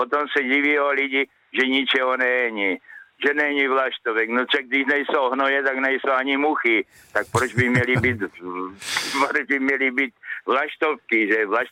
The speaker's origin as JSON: {"language": "Czech", "town": "Machová", "region": "Zlín Region", "country": "Czechia", "tie": "born or raised there", "said": "Rodák z Machové."}